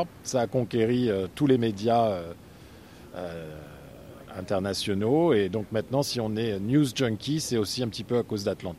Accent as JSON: {"language": "French", "country": "France", "moved": "yes", "lives_now": "United States"}